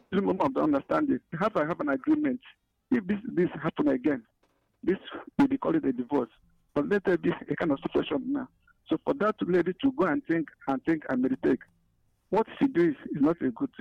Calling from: Abakaliki, Nigeria; I'm calling from Abakba.

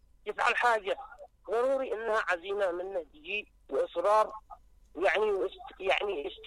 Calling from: Yarim, Ibb, Yemen; أنا من يريم.

